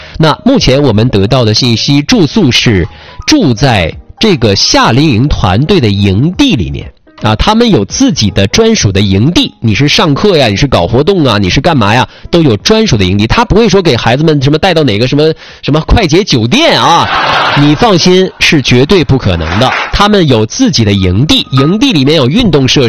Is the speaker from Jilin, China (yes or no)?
yes; Jilin, China; 首先这是我们吉林人自己人